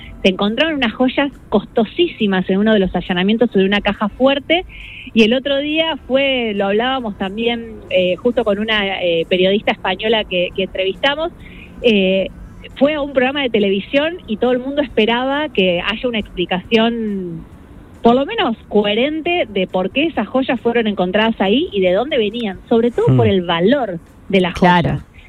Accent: Argentina; a nosotros como argentinos

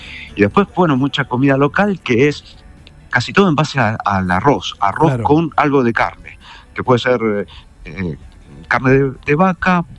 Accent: Argentina; moved away as an adult; now in Dhaka, Bangladesh; soy argentino.

